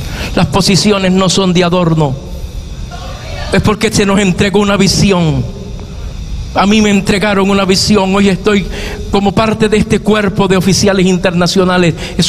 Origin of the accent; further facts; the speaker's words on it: Puerto Rico; Y soy puertorriqueño.